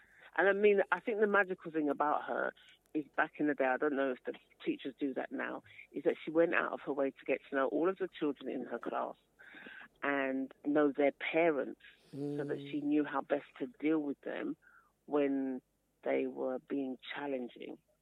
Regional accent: London, United Kingdom; also born or lived in Birmingham; I was born in Birmingham, grew up in London, and I went to primary school in Tooting Broadway, Selling Court School.

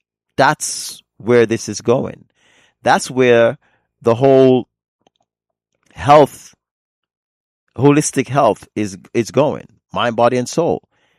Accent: New York City, New York, United States; moved away; I grew up in Harlem during the 80s.

